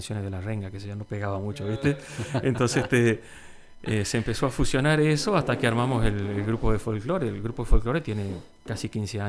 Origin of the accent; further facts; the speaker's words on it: Salta, Argentina; now in Las Toscas, Argentina; yo soy salteño, pero hace muchísimos años que vivo acá en Las Toscas, más de 20 años.